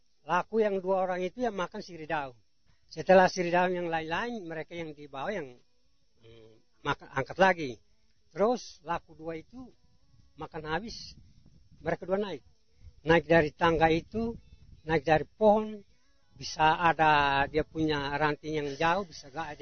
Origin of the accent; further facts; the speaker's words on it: East Nusa Tenggara, Indonesia; Kami orang Kemak, kami punya tradisi. Tradisi dari nenek moyang, kaitan untuk kami panen madu, itu dari kami Kemak dari suku Lakobun.